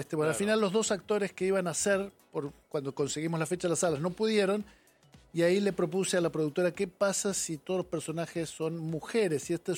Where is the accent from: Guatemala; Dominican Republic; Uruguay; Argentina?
Argentina; moved away; Soy argentino.